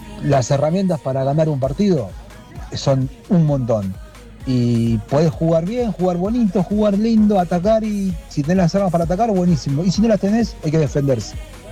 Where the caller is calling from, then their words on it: Buenos Aires, Argentina; acá de San Telmo.